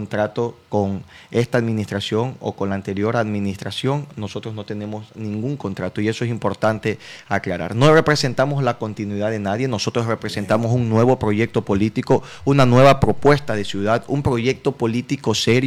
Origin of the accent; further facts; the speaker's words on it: Machala, El Oro, Ecuador; Nací en Machala, crecí en Machala, he hecho toda mi vida en Machala. Mi padre, mi madre nacieron en Machala, mi esposa nació en Machala, mi hija nació en Machala.